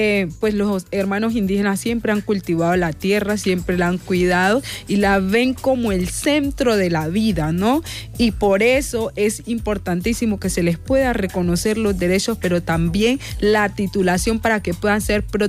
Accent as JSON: {"language": "Spanish", "country": "Colombia", "said": "yo soy colombiana y en respecto al tema de los hermanos indígenas, claramente yo soy afro"}